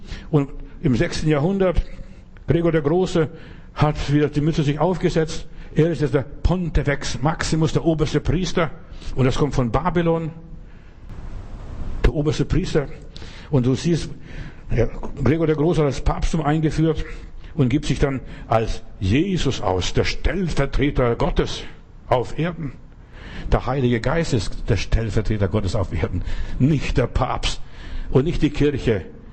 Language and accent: German; Bavaria, Germany; ich bin ja in Bayern groß geworden